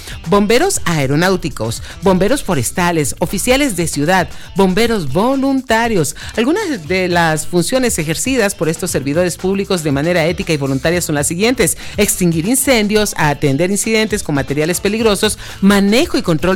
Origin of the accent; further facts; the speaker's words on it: Panama; mi tierra, Panamá